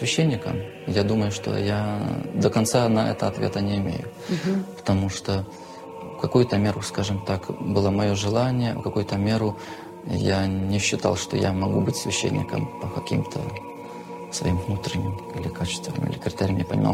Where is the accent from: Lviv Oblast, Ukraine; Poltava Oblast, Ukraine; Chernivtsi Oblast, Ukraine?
Chernivtsi Oblast, Ukraine; moved away as an adult; also born or lived in Siberia; now in Germany; Я родом с Буковины. Это Черновицкая область, западная Украина, граница Румынии и Молдавии.